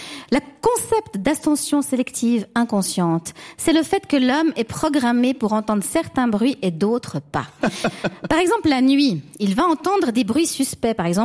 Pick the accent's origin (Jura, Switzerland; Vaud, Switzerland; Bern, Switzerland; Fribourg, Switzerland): Vaud, Switzerland; Et puis surtout, je suis vaudoise. Mais enfin... on ne se ment pas entre compatriotes.